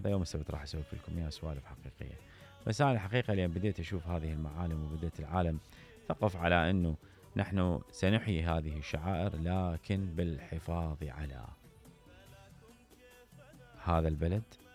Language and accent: Arabic; Iraq; إحنا كأشخاص نعتز بعراقيتنا